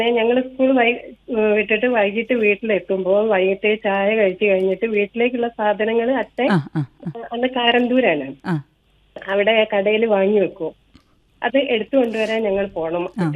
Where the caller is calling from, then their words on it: Kunnamangalam, Kerala, India; കുന്നമംഗലം നൊച്ചിപ്പോയിൽ നിന്നാണ് വിളിക്കുന്നത്.